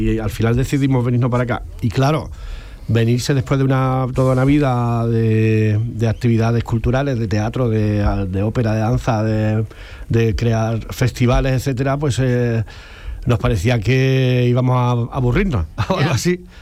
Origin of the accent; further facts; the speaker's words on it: Puerto Real, Andalusia, Spain; moved away as an adult; also born or lived in Seville; yo es que soy de Puerto Real, ¿sabes? Y de pronto, pues con 20 años me fui a Sevilla y luego me dedico al teatro y a la gestión cultural, etcétera. Y hace eso, 4 años, decidimos volver, irnos de Sevilla a otro sitio.